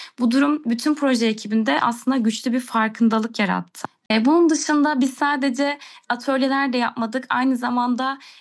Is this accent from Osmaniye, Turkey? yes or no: no; Antakya, Hatay, Turkey; moved away as an adult; Ben Antakyalıyım. Depremi Antakya'da yaşamış ve sonrasında zorunlu göç etmiş biriyim.